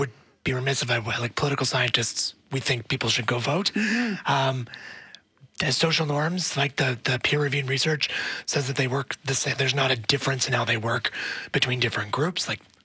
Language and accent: English; Alberta, Canada; I'm a Canadian, I'm an Albertan